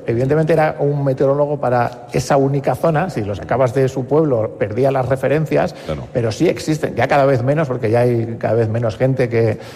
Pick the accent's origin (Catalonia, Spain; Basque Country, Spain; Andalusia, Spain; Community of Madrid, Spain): Catalonia, Spain; Barcelona; moved away; Yo soy al revés que Quimet. Uh-huh. Yo soy de Barcelona.